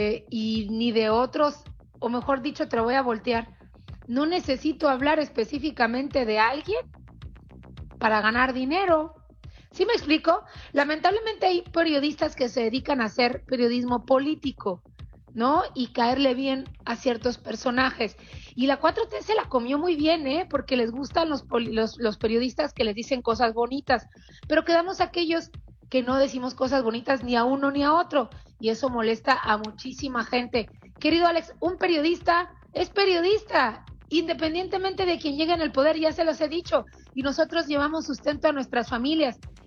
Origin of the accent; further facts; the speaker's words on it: Mexico; para que vean que en México somos hermanos, respetamos las opiniones